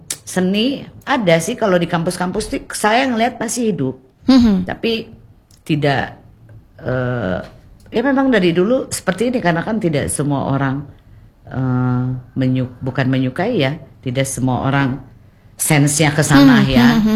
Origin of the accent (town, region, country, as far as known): Banten, Indonesia; first language Bantenese Javanese (Jawa Serang); Indonesian is a second language